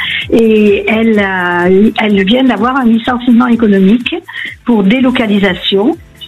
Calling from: Aix-en-Provence, Provence-Alpes-Côte d'Azur, France; Je vous appelle d'Aix-en-Provence.

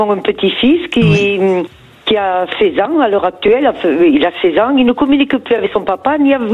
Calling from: Occitanie, France; Je vous appelle d'Occitanie.

